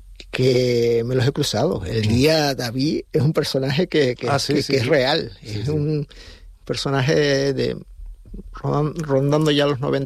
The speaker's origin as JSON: {"language": "Spanish", "town": "La Laguna", "region": "Canary Islands", "country": "Spain", "said": "Tenerife, lógicamente, yo soy de La Laguna y ahí está el accidente."}